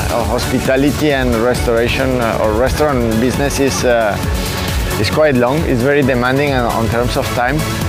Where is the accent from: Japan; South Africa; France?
France; English is a second language; moved away as an adult; also born or lived in Colombia / Hong Kong; I was born in Colombia, grew up in France, working in Michelin star restaurant in Paris. A few years ago, I had the opportunity to open a hotel in Hong Kong